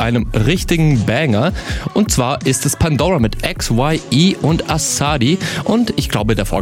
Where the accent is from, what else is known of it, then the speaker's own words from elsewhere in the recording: Russia; moved away; Ich komme aus Russland und als ich das letzte Mal 2020 bei meiner Familie dort zu Besuch war, die leben Richtung Sibirien